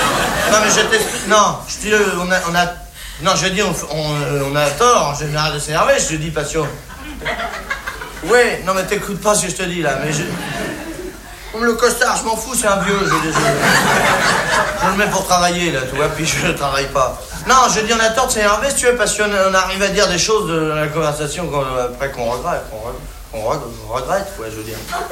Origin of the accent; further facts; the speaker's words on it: France; Les français, c'est des cons, ouais, ben je suis bien placé, hein, je suis français.